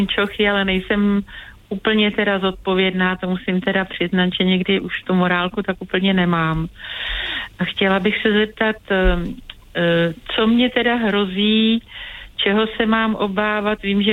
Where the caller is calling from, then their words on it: Liberec, Liberec Region, Czechia; Dobrý den, já jsem posluchačka z Liberce.